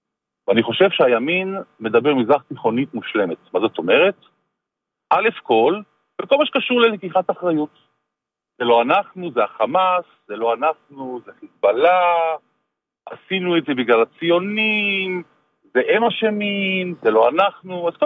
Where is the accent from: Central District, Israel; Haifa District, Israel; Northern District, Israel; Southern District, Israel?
Northern District, Israel; אני מהצפון, עמק ישראל.